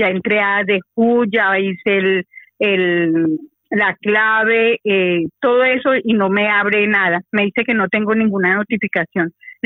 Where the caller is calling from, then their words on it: Pinto, Community of Madrid, Spain; me comunico aquí de Madrid.